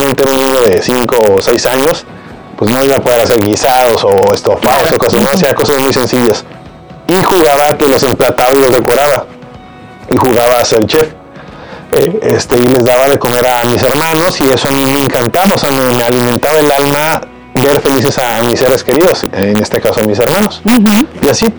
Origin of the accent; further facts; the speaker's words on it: Culiacán, Sinaloa, Mexico; also born or lived in Mazatlán / Reynosa; Se conocen en Sinaloa. Yo nazco en Mazatlán.